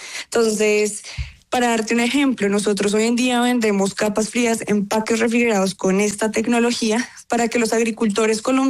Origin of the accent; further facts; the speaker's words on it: Colombia; Nosotros como Nanofreez, como colombianos, decidimos participar en la única categoría global